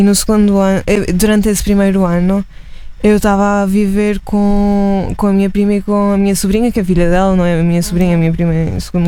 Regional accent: Madeira, Portugal; also born or lived in Figueira da Foz, Portugal; now in Coimbra, Portugal; Eu digo que sou madeirense-figueirense.

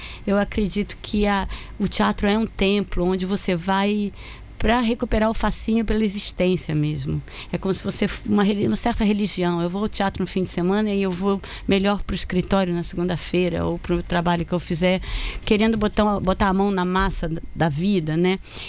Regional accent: Rio de Janeiro, Brazil; no Rio de Janeiro especialmente, né, eu também sou carioca

